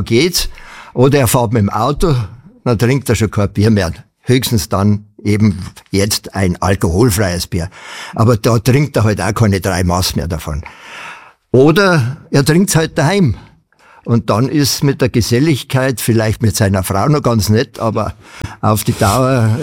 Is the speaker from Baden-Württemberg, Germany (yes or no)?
no; Murnau, Bavaria, Germany; ich bin in der Brauerei groß geworden. Also mein Großvater hat 1912 die Brauerei in Murna gekauft.